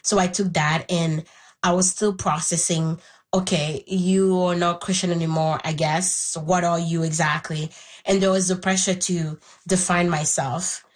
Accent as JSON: {"language": "English", "country": "Haiti", "tie": "born or raised there", "first_language": "Haitian Creole", "second_language": "English"}